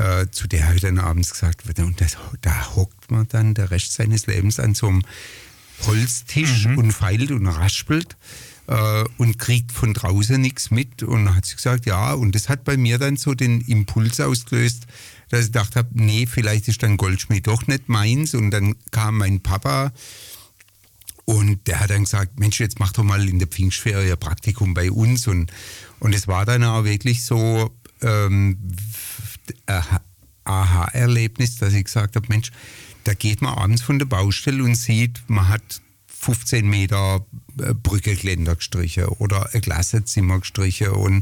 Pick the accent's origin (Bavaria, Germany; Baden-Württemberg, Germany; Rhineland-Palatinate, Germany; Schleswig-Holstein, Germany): Baden-Württemberg, Germany; Pforzheim; bin am 20. April 1963 in Pforzheim als zweiter Sohn eines selbstständigen Maler- und Lackierermeisters geboren worden